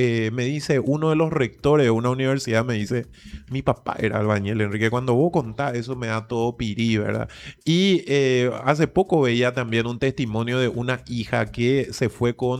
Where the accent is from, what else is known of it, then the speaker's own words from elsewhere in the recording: Paraguay; vos sos paraguayo, sí, soy paraguayo